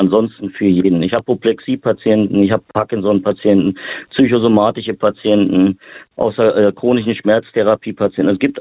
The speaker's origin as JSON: {"language": "German", "region": "Berlin", "country": "Germany", "said": "Ich komme aus Berlin"}